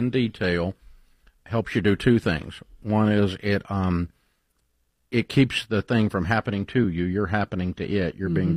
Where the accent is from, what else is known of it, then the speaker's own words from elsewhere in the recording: the South, United States; I think probably one of the best things on the planet is a ripe tomato, personally, because I'm from the South.